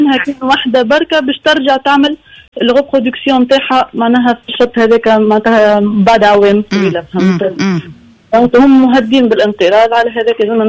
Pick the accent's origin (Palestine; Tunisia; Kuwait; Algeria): Tunisia; عندنا في حمامات في نابل في بنزرت